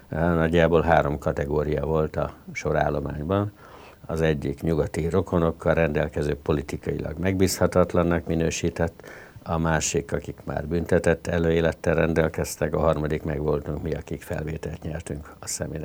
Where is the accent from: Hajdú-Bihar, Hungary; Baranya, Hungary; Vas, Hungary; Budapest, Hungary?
Budapest, Hungary; born there; also born or lived in India / Esztergom; Valóban Budapesten születtem, de egész fiatal koromban, 10 és 14 éves korom között édesapám kohomérnök volt, és az egész család Indiában élt.